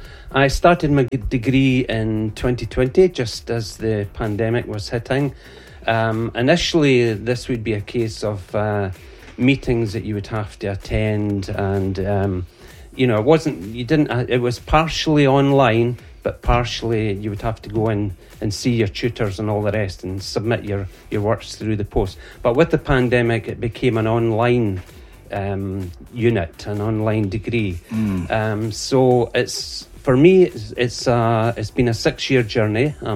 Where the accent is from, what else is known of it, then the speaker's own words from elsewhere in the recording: Edinburgh, Scotland, United Kingdom; moved away as an adult; now in Fife, United Kingdom; I am originally from Edinburgh, but I've lived in Fife for nearly 40 years now.